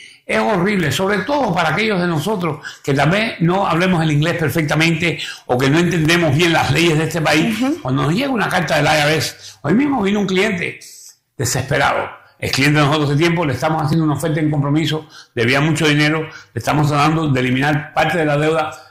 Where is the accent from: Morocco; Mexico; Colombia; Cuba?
Cuba; now in New York, United States; yo soy cubano